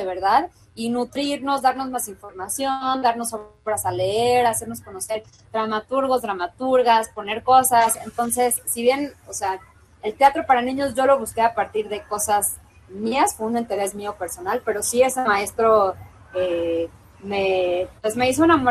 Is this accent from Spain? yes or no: no; Guadalajara, Jalisco, Mexico; yo soy de Guadalajara.